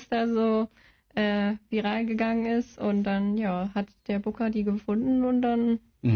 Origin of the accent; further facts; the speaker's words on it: Bremen, Germany; Ich komme ja auch aus Bremen.